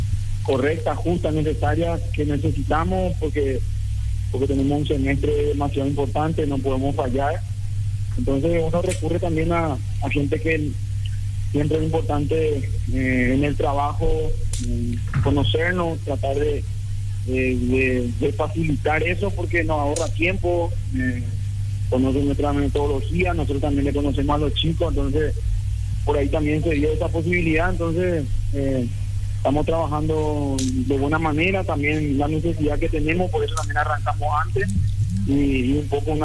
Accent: Paraguay; Nosotros como paraguayo

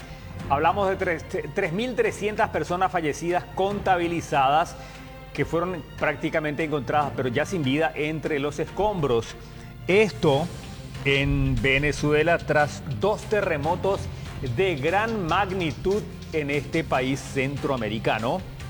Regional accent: Paraguay

